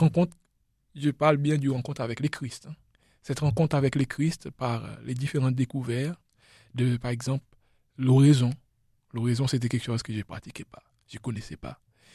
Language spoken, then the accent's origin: French; La Digue, Seychelles; J'ai grandi aux Seychelles dans une île qui s'appelle la Digue. À savoir que nous avons 115 îles aux Seychelles.